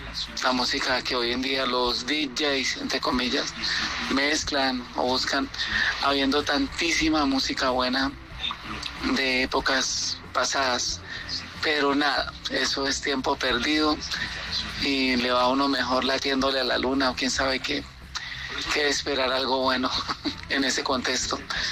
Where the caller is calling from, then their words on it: Bucaramanga, Santander, Colombia; yo los escucho desde Bucaramanga, ciudad bonita.